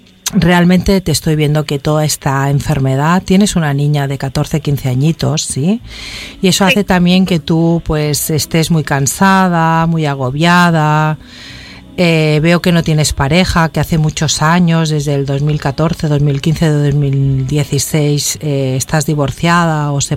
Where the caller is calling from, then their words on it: Mexico City, Mexico